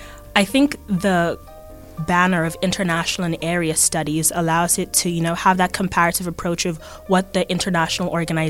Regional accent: South Africa; also born or lived in Washington, D.C., United States; now in Pittsburgh, United States; I was born here in Washington, D.C. My parents are Nigerian, and I grew up in South Africa, and that's where I was living for the last about 17 years.

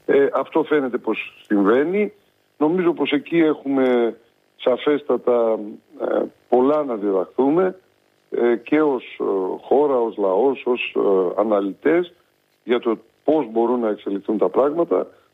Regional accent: Greece; Να πω ότι είμαι Έλληνας πολίτης, δεν είμαι Ρώσος πολίτης

